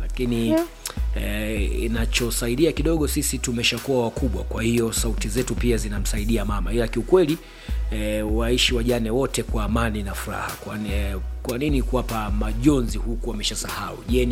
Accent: Isakalilo, Iringa, Tanzania; Natoka Isakalilo hapa, sheria zamani.

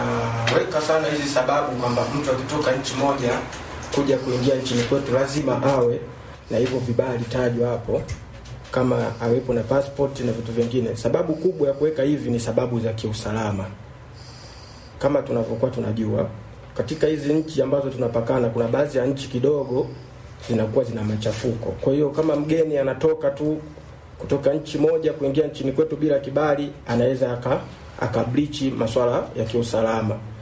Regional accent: Tanzania

